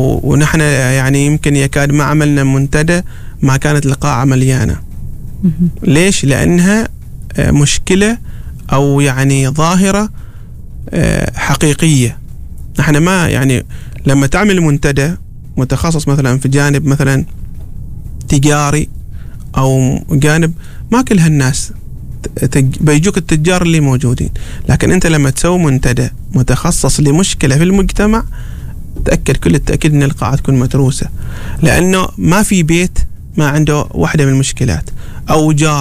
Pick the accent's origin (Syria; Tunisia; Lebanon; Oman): Oman; عندنا في عمان